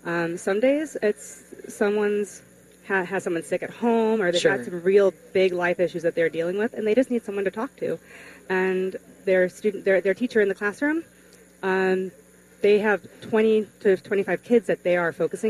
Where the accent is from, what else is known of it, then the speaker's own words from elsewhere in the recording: Bolingbrook, Illinois, United States; moved away as an adult; also born or lived in Champaign-Urbana, Illinois; I grew up in Will County, so I'm originally from Bolingbrook, Illinois.